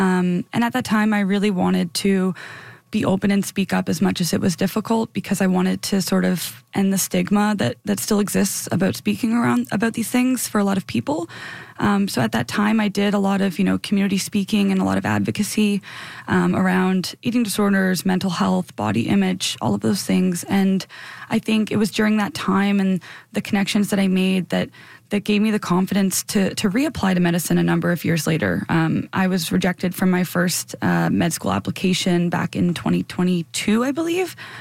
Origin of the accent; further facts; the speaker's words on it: Saint John, New Brunswick, Canada; I grew up in St. John, New Brunswick. I'm very fortunate to be able to do my medical education here.